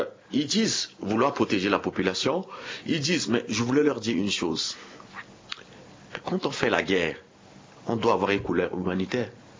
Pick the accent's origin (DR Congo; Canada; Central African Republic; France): Central African Republic; On est centrafricain ou on ne l'est pas. On est centrafricain, on ne l'est pas.